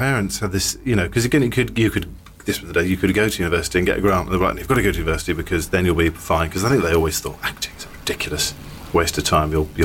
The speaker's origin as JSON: {"language": "English", "region": "South East England", "country": "United Kingdom", "tie": "born or raised there", "said": "Yeah, it was a tiny village I grew up in Hampshire. There were two boys in my year."}